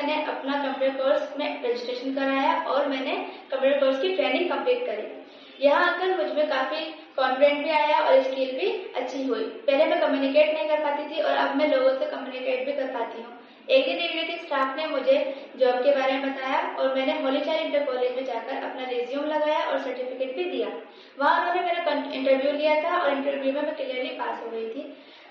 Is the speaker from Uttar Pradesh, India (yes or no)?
yes; Rampur, Uttar Pradesh, India; मैं BA first year में हूँ और मैं PWD कॉलोनी बदौली टोला रामपुर उत्तर प्रदेश की रहने वाली हूँ।